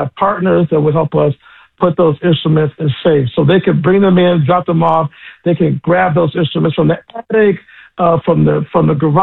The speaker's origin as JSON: {"language": "English", "town": "Detroit", "region": "Michigan", "country": "United States", "tie": "born or raised there", "said": "I grew up in Detroit."}